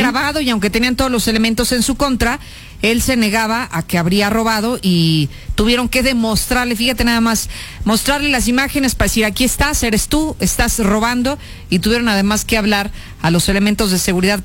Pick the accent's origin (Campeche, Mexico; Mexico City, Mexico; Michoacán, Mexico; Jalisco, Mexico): Jalisco, Mexico; Encarnación de Díaz; now in Aguascalientes, Mexico; los que venimos de Encarnación de Díaz